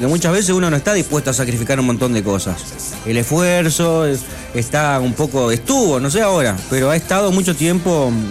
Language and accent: Spanish; Argentina; cómo somos los argentinos